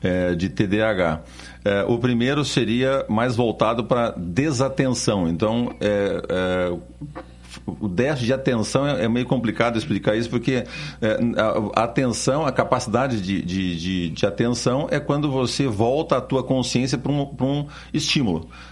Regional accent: Porto Alegre, Rio Grande do Sul, Brazil; also born or lived in Cruz Alta / São Paulo; now in Curitiba, Brazil; Eu nasci no Rio Grande do Sul, em Cruz Alta, né? Terra do Érico Veríssimo. Depois, com 5 anos, eu fui para Porto Alegre.

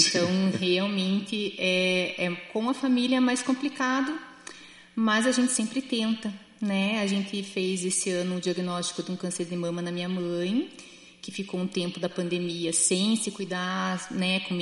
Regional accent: Curitiba, Paraná, Brazil; Curitibana, sempre aqui.

